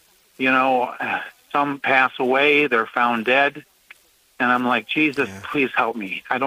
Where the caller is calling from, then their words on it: Florence, South Carolina, United States; I'm calling from Florence, South Carolina